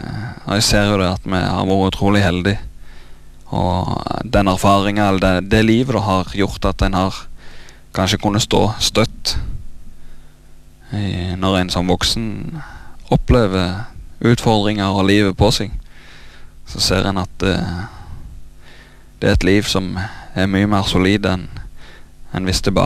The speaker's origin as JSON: {"language": "Norwegian", "town": "Karmøy", "region": "Rogaland", "country": "Norway", "tie": "born or raised there", "said": "Født og oppvokst på Karmøy. Det jeg. På Veavågen."}